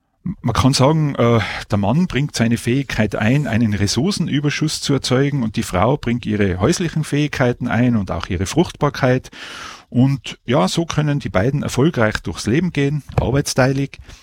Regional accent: Innsbruck, Tyrol, Austria; also born or lived in Leoben; Ich bin in Innsbruck geboren und aufgewachsen. Nach dem Gymnasium hat es mich in die Steiermark verschlagen, auf die Montanuni in Leoben. Da habe ich meinen Diplom-Ingenieur gemacht und seit dem Studium bin ich wieder in Tirol.

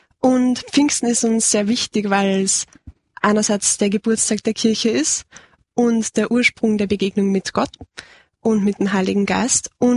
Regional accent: Lower Austria, Austria; moved away as an adult; now in Vienna, Austria; Wir sind beide aus der Nähe von Wieselburg.

